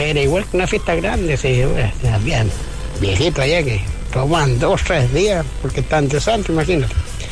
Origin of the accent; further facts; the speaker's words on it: Chile; born there; moved away; antiguamente ahí en La Pampa, donde yo nací.